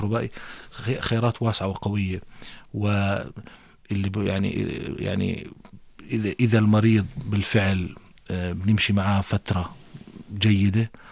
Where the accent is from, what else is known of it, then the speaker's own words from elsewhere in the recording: Jordan; also born or lived in United States; شائع عندنا في الأردن